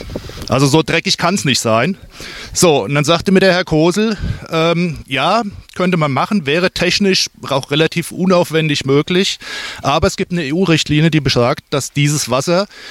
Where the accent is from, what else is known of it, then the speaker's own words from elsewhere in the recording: Griesheim, Hesse, Germany; ich komme aus Griesheim, im Griesheimer Stadtwald.